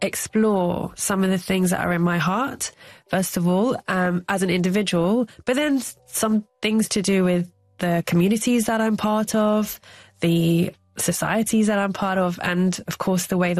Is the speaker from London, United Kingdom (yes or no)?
yes; London, United Kingdom; Growing up in London as someone of Indian heritage, but completely British as well, British, quote unquote, I found that I was always having to kind of hide parts of myself to feel accepted.